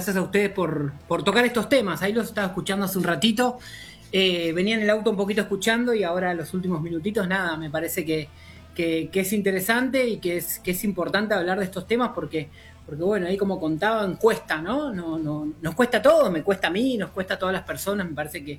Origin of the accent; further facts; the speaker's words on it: Morón, Buenos Aires Province, Argentina; yo soy del conurbano, soy de Morón